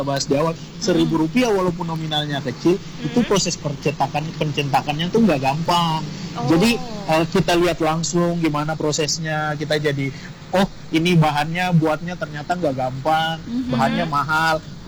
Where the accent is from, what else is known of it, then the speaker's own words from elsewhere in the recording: Maluku, Indonesia; di daerahku di Maluku